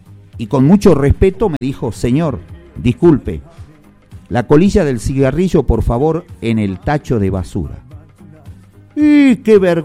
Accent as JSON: {"language": "Spanish", "region": "Tucumán", "country": "Argentina", "said": "perdone, yo soy tucumano, como diciendo, allá en Tucumán no nos dejan"}